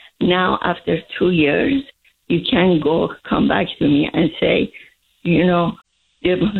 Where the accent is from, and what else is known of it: Turkey; now in United States